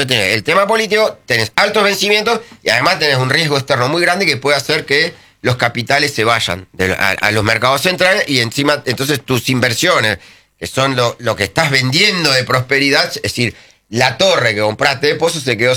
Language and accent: Spanish; Argentina